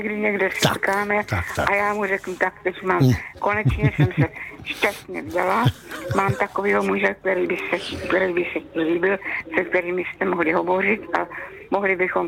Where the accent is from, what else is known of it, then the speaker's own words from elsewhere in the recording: Svitavy, Pardubice Region, Czechia; also born or lived in Brno; my jsme teda Brňáci, že pak jsme se přestěhovali do Svíta po válce, jako táta byl textilák, takže tam se zaváděl hodně textil. Tak jsme se přestěhovali do Svíta, no a tím pádem já jsem tam i teda maturovala